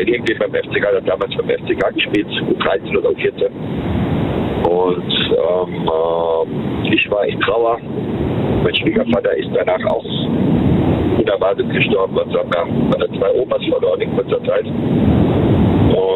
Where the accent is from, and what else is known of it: Worms, Rhineland-Palatinate, Germany; born there